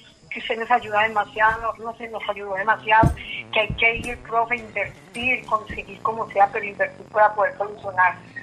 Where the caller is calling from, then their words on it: Soacha, Cundinamarca, Colombia; de Soacha, con Dinamarca.